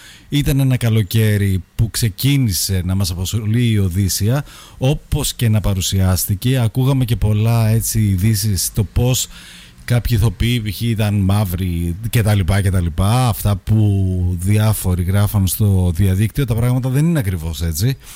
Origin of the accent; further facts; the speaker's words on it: Greece; ένα καλοκαίρι που θα το θυμόμαστε και εμείς εδώ ως Έλληνες